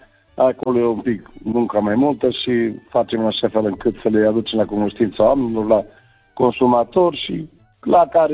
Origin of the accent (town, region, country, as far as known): Romania